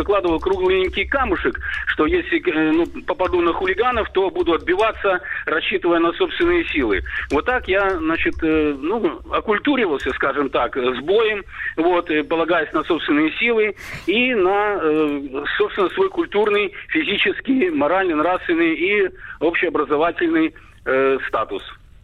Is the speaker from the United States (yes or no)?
no; Belarus; И так как я, мое детство прошло в Беларуси, и там были популярны такие книги, как «Пионеры-герои»